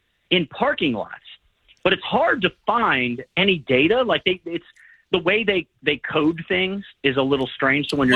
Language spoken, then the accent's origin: English; Cincinnati, Ohio, United States; I grew up in Price Hill. We were poor. We lived around a bunch of poor people.